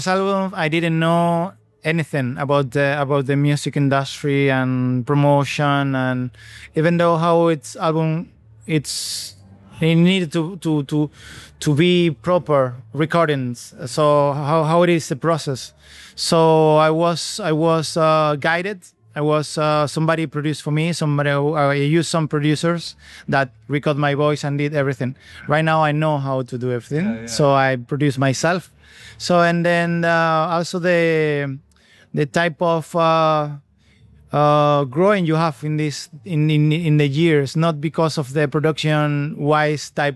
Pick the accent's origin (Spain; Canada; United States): Spain; Tenerife, Canary Islands; first language Spanish; English is a second language; I come from Tenerife, Canary Islands, back there in the Atlantic